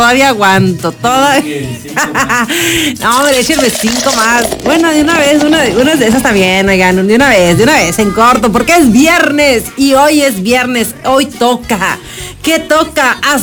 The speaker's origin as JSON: {"language": "Spanish", "region": "northern Mexico", "country": "Mexico", "moved": "yes", "said": "Prefiero los tornados de mi tierra, que son los tornados de fuego de allá del norte"}